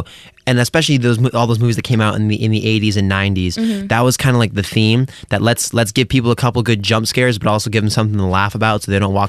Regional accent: Massachusetts, United States; And for me, growing up in Massachusetts my whole life, Halloween's always been a big thing, always worth making the trip to Salem.

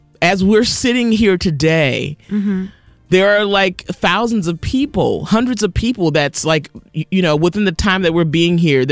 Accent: Boston, Massachusetts, United States; I grew up in, we grew up in Dorchester and Roxbury in Boston

